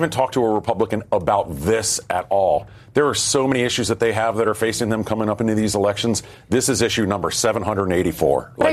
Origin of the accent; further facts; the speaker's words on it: North Carolina, United States; my home state of North Carolina